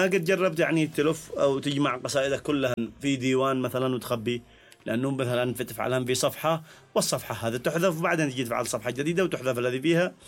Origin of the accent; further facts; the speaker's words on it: Yemen; احنا في اليمن تقريبا بلد زاخر بالشعراء